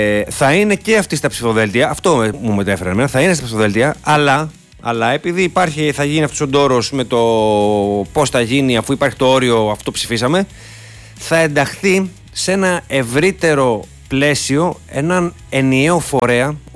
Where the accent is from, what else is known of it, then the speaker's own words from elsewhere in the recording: Kalamata, Peloponnese, Greece; Ναι, εντάξει, στην Καλαμάτα είμαστε.